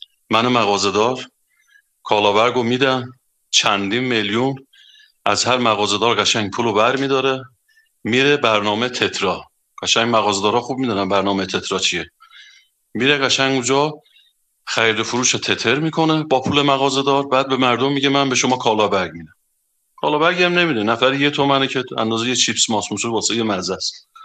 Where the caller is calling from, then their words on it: Ardabil, Ardabil Province, Iran; من از اردبیلم